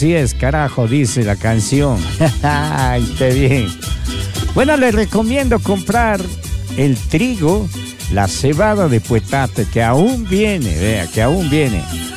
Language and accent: Spanish; Ecuador; lo que tiene nuestro cantón y lo que tiene nuestro hermoso país de Ecuador.